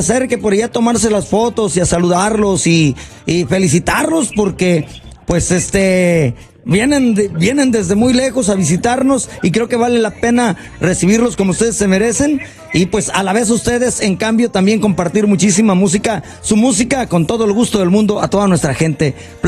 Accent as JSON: {"language": "Spanish", "region": "Jalisco", "country": "Mexico", "moved": "yes", "said": "yo tengo mucha gente conocida de allá de donde soy, yo, su servidor, de por allá de Jalisco."}